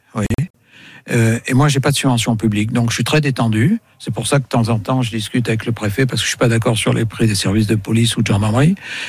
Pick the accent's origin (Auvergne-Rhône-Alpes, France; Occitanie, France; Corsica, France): Auvergne-Rhône-Alpes, France; Non, non, c'est bon, moi, je suis auvergnat, alors.